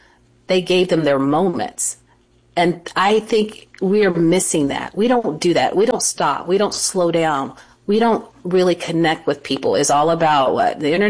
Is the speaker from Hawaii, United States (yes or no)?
no; South Carolina, United States; I grew up in South Carolina.